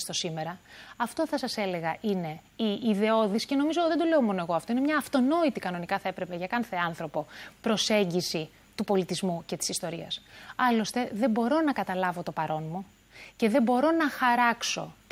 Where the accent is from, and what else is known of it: Greece